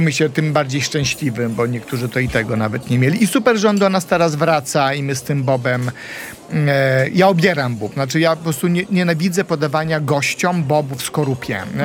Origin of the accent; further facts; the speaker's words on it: Białystok, Podlaskie Voivodeship, Poland; born there; accent: Podlasie; moved away; bo ja się urodziłem w Białymstoku. Więc on ma... Znaczy faktycznie my na Podlasiu, my Podlasiaki